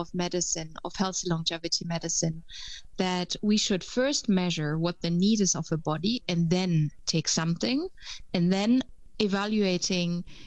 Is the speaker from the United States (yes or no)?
no; Germany; English is a second language; now in Netherlands